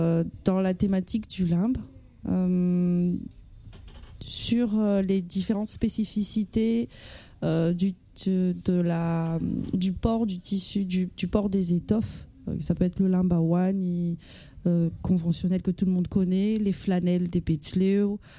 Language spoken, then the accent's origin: French; Antananarivo, Analamanga, Madagascar; Non, je viens de Tana. Ouais. Et c'est la première fois d'ailleurs que je viens ici en France, en Europe.